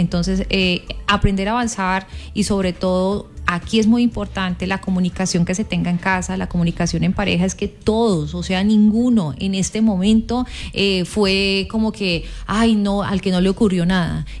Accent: Cali, Valle del Cauca, Colombia

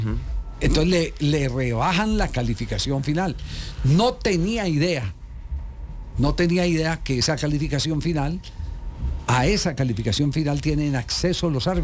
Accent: Caldas, Colombia

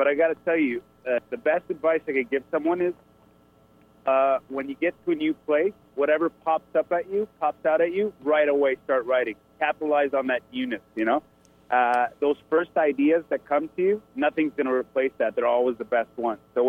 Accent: Canada; I'm pretty much giving my perspective as the Canadian neighbor on what's going on in the States right now

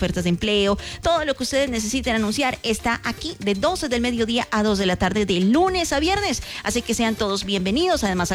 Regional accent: Colombia

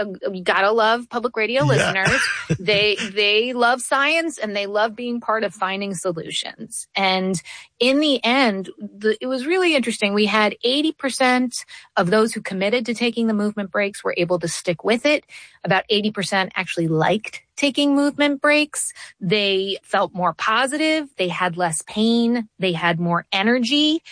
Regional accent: New York, United States; let me tell you, as a New Yorker, that is very slow.

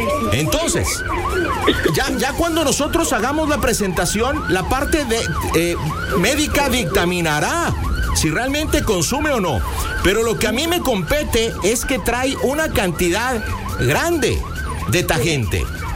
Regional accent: Jalisco, Mexico; Yo soy de Jalisco, ¿sí?

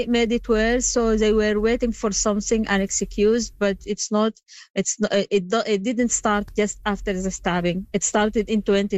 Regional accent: Sudan; I'm one of them. I am from Sudan too.

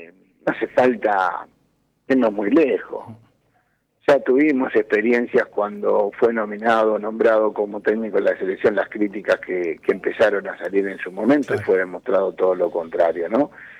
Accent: Argentina; unirnos como argentinos

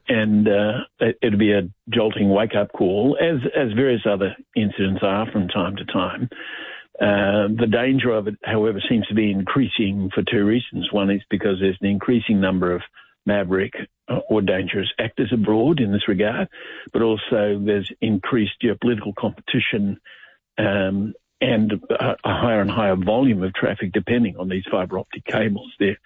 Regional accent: Australia; But if, as Australians, we want to get focused, you want a deeper knowledge, read the book.

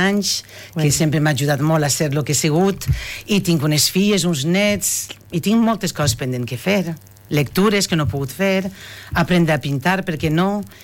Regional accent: Alqueria de la Comtessa, Valencian Community, Spain; aunque soc de l'Alqueria de la Condesa, pues, me sent part de Gandia.

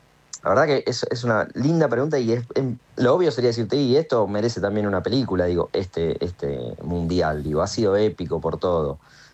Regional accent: Argentina

